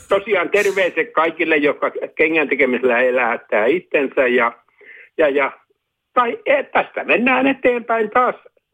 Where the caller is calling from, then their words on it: Orivesi, Pirkanmaa, Finland; tuonne Oriveden Hirsilään, mistä minä olen lähtöisin